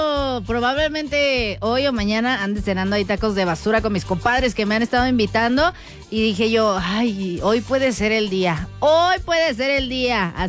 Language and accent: Spanish; Mexico; como todo mexicano que se respeta